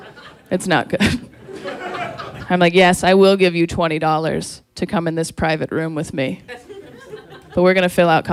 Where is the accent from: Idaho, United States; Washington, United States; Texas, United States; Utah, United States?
Washington, United States; Renton; born there; I already told you I'm from Renton. I went to school with plenty of girls who ended up stripping.